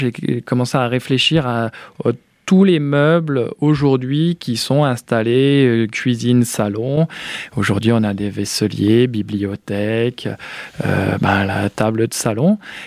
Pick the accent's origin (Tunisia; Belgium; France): France; Chaumont, Grand Est; moved away as an adult; also born or lived in Dijon; now in Die, France; Moi, je suis à côté de Colombey-les-Deux-Églises, en Haute-Marne. Du coup, je suis né à Chaumont, j'ai fait mes études au lycée Charles de Gaulle, STI Bois, BTS Bois